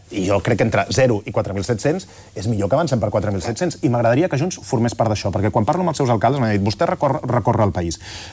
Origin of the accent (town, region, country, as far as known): Catalonia, Spain